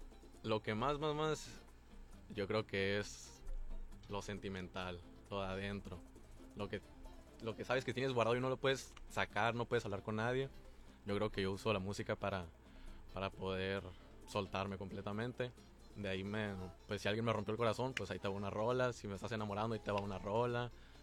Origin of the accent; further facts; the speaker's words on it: Tijuana, Baja California, Mexico; tengo 20 años, nacido y criado en Tijuana.